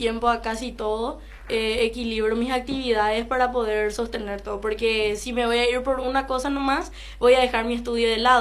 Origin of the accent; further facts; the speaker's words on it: Coronel Oviedo, Caaguazú, Paraguay; soy de acá.